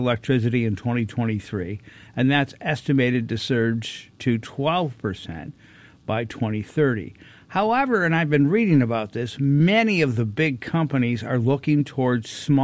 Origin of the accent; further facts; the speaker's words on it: Chicago, Illinois, United States; Well, growing up in Chicago, the Italian thing was, how many people touch the money?